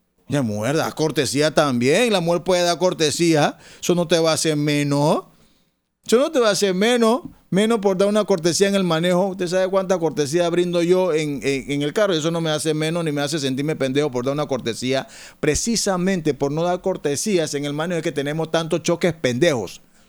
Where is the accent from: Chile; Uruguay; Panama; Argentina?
Panama; Colón; como colonense, como persona, como panameño